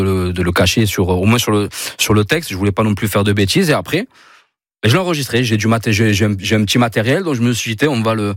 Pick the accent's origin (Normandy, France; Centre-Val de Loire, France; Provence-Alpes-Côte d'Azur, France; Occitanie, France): Occitanie, France; Saint-Drézéry; J'ai fait ma scolarité là-bas, je suis vraiment de Saint-Dréséry.